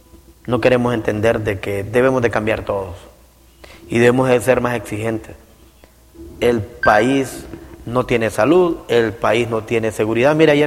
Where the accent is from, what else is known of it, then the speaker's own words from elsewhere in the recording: Honduras; Yo estoy en contra de todos aquellos que pierden la identidad como hondureños.